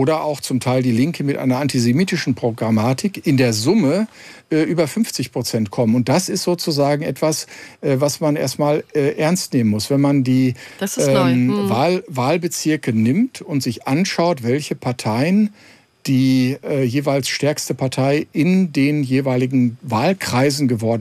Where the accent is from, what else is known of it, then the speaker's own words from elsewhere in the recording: North Rhine-Westphalia, Germany; Ich meine, ich komme aus Nordrhein-Westfalen.